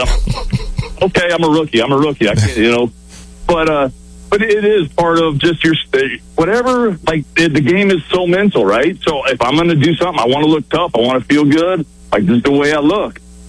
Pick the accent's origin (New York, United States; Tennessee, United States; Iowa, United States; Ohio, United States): Iowa, United States; I grew up in Iowa, so it was freezing cold all the time.